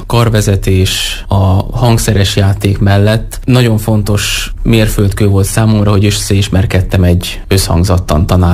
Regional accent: Sopron, Győr-Moson-Sopron, Hungary; Igen, 1998-ban születtem Sopron városában, ott is nőttem föl, úgyhogy az identitásomat alapvetően meghatározza a nyugat-dunántúliságom.

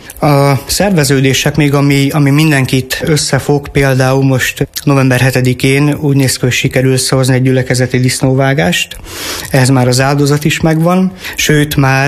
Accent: Zakarpattia Oblast, Ukraine; now in Hungary; hogy én kárpátaljai származású vagyok, előtte Szerencsén éltünk 2 évig.

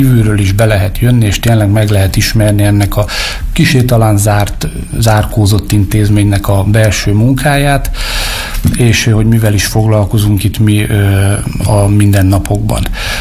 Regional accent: Borsod-Abaúj-Zemplén, Hungary; Én közi-bodrog-zugi származású vagyok, és ugye itt a vízügy, illetve a folyóknak a közelsége

